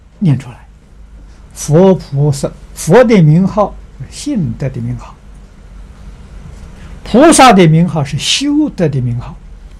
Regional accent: China; 如同我们中国人这个家里面供祖宗的牌位一样，

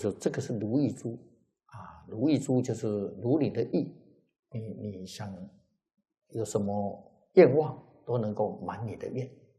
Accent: China; 所以出家人啊，我们中国人啊说沙门啊。

